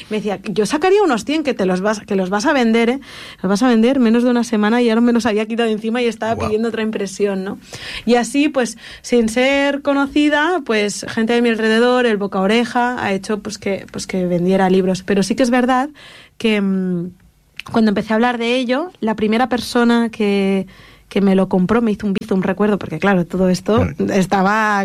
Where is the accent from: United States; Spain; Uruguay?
Spain; Sant Cugat del Vallès, Catalonia; las librerías de mi pueblo, de San Cugat.